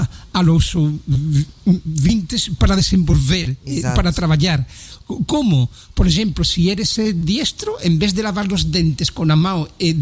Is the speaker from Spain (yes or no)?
yes; Cádiz, Andalusia, Spain; Portuguese is a second language; now in Portugal; Sou de Andaluzia, sou de Espanha, mas é um facto que já levo mais tempo a morar em Portugal que na Espanha.